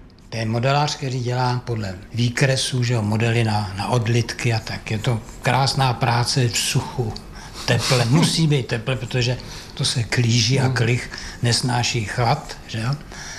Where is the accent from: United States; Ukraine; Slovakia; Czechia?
Czechia; Ervěnice, Ústí nad Labem Region; also born or lived in Most; No, já jsem původem teda z Mostu. Narodil jsem se v Mostu, na to si příliš nepamatuju. Takový ranní mládí bylo spíš v Ervinicích, ty už snad ani neexistují, že jo.